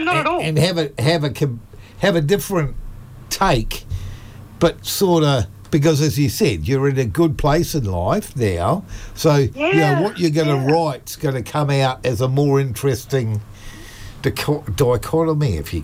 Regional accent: Cambridge, Waikato, New Zealand; I know growing up in the Waikato, in Cambridge where I grew up, there wasn't much going on

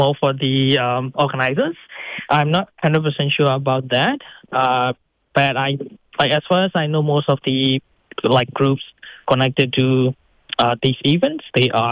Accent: Myanmar; now in Australia; I'm a diaspora from Myanmar, currently residing in Australia, in Queensland.

